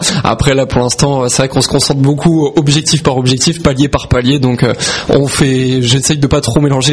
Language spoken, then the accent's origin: French; Grand Est, France; born there; now in Villepinte, France; moi je vis à Villepinte, mais je suis né en région Champagne-Ardenne du côté de Reims.